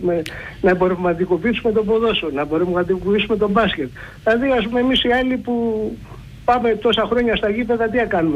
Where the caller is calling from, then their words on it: Aigaleo, Attica, Greece; από το Εγάλαιο είμαι.